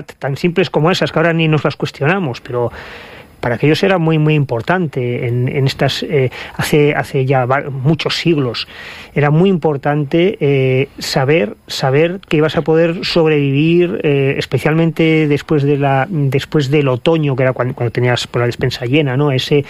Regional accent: Asturias, Spain; En el noroeste es bastante importante, y ya sabes que yo soy asturiano

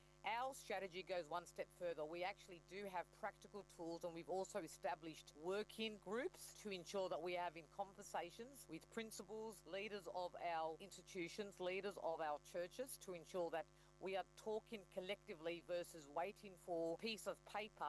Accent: Australia; I said, I'm not Jewish. I'm just an Australian.

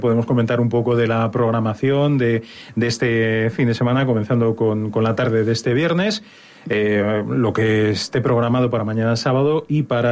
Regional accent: Zamora, Castile and León, Spain; tal como somos los zamoranos

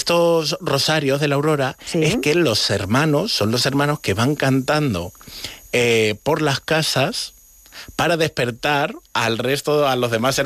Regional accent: Miguelturra, Castilla-La Mancha, Spain; en mi pueblo, en Miguel Turra

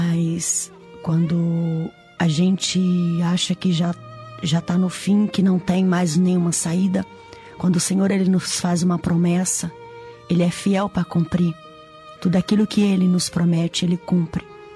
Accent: Bahia, Brazil; born there; now in Barueri, Brazil; nascida no estado da Bahia, mas moro atualmente em Barueri, nascida no berço do Evangelho.

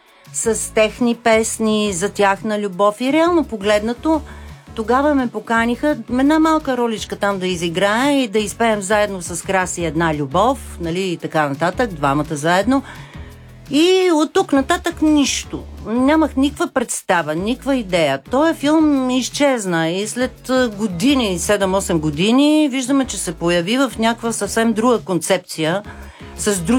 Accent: Montana, Montana Province, Bulgaria; Аз съм от Монтана, от Северозапада. И между другото исках това да се личи по някакъв начин.

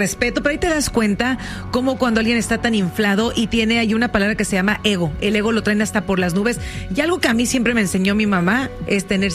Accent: Mexico; Vámonos como buena mexicana al callejón.

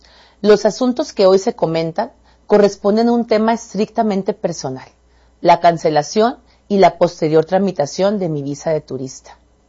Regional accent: Mexico

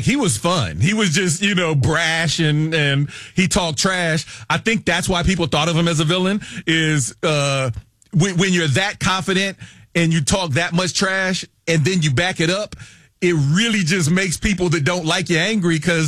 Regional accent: Ohio, United States; also born or lived in Michigan; I'm from Ohio.

